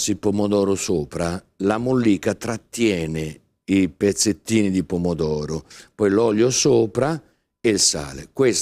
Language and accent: Italian; Bari, Apulia, Italy; moved away; also born or lived in Milan; io sono di Bari